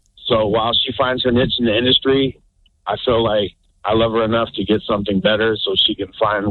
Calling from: Las Vegas, Nevada, United States; I'm from Vegas

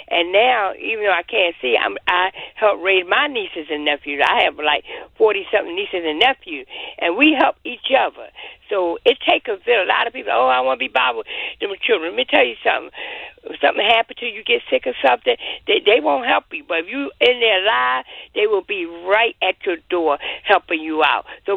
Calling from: Philadelphia, Pennsylvania, United States; I'm from Philadelphia. You know, I'm an elder

